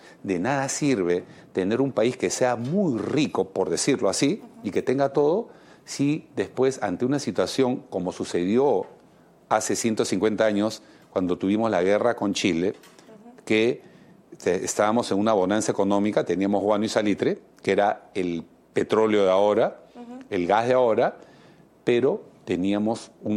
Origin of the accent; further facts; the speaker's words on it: Peru; soy consciente como peruano